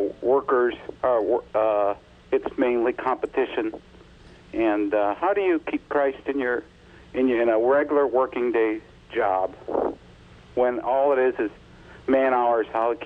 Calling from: St. Peters, Missouri, United States; St. Peter's, Missouri

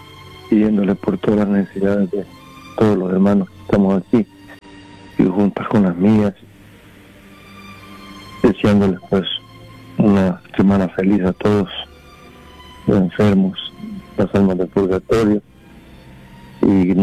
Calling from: Los Angeles, California, United States; de Los Ángeles

